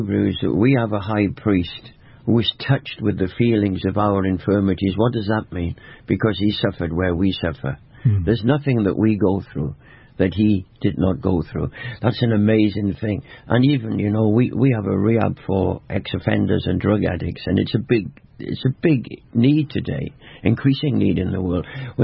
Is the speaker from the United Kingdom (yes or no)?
yes; Wales, United Kingdom; Dito Goodness, you see, that's why I'm a Welshman, isn't it?